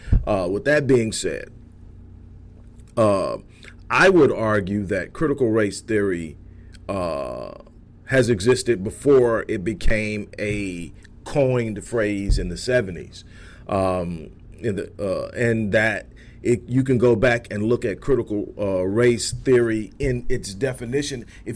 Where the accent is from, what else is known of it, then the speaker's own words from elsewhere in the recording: United States; we define ourselves as blacks or as African American, or clearly define ourselves as those who are the descendants of slaves in this country